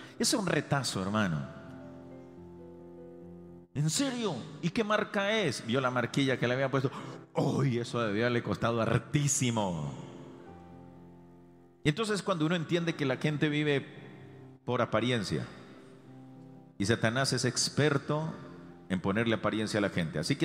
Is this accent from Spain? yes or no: no; Colombia; participación como ciudadanos colombianos.